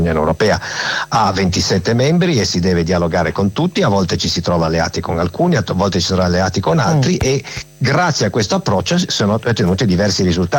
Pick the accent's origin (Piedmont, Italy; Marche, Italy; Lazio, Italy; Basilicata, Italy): Piedmont, Italy; Anch'io sono piemontese, per cui sono particolarmente contento.